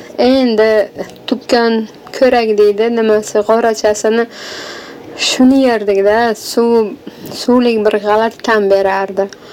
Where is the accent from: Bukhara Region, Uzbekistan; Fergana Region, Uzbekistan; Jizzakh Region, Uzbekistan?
Bukhara Region, Uzbekistan; Bukhara; Maktabga kelishga qishloq maktabiga o'qiganman, Buxorodanman.